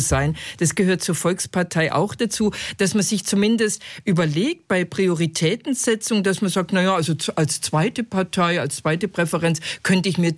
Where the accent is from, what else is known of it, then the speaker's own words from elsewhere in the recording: Germany; als Deutsche